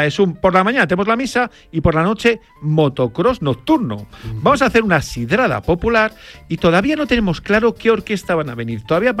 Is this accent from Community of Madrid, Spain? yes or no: yes; Community of Madrid, Spain; accent: Madrid; disculpa mi acento tan madrileño